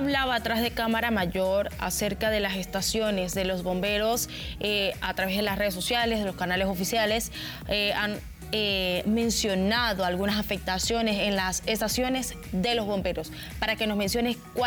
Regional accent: Panama; para nosotros como panameños

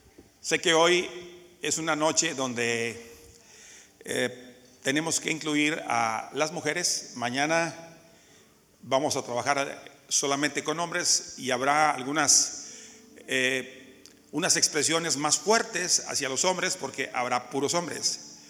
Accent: Mexico; yo soy de México

